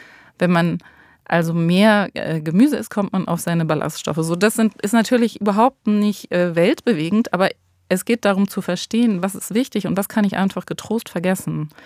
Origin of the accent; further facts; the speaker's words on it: Southern Germany, Germany; Ich komme ja eben auch aus Süddeutschland.